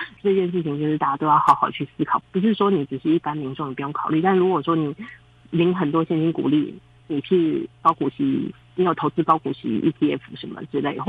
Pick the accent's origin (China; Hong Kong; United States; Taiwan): Taiwan; 因为我们台湾人这几年社会变动实在非常快